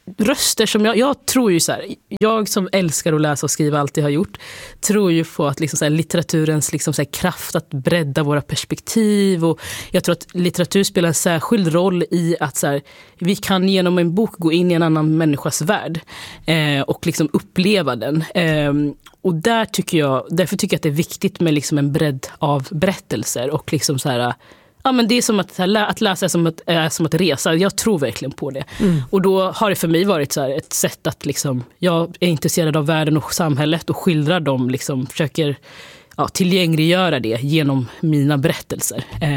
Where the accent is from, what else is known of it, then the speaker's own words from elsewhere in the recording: Linköping, Östergötland, Sweden; Jag är ju från Linköping och liksom den här.